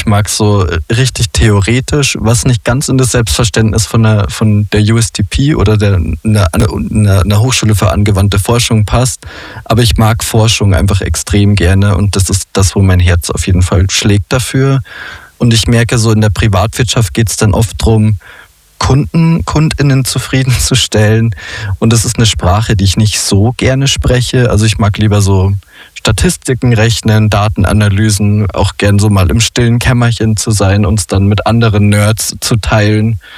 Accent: Bavaria, Germany; Als Bayer ist man eh fast auch Österreicher.

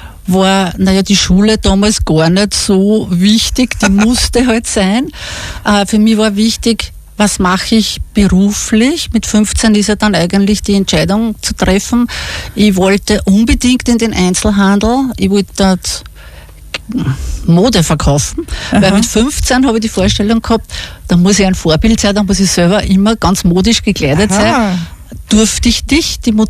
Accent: Obergrafendorf, Lower Austria, Austria; born there; bei uns war es ja so in Obergrafendorf, also man hat sich da dann im Ort getroffen.

